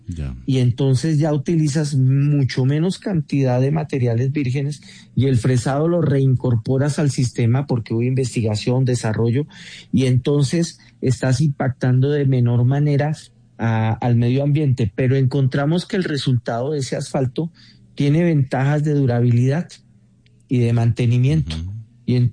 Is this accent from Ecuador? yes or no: no; Colombia; Critica para nosotros como colombianos.